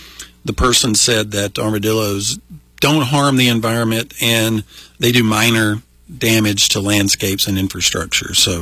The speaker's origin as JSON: {"language": "English", "region": "Georgia", "country": "United States", "tie": "born or raised there", "said": "I grew up in Georgia, right in the middle of Georgia"}